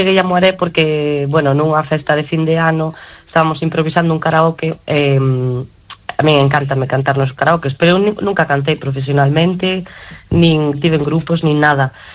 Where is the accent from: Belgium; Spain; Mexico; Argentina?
Argentina; veño de Argentina